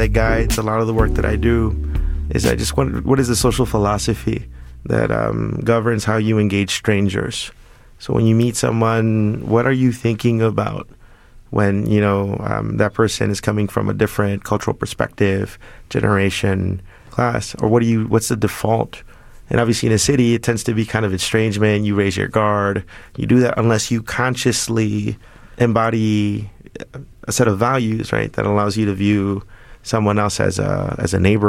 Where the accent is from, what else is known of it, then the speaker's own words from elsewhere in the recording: Chicago, Illinois, United States; Growing up in Pilsen for close to 35 years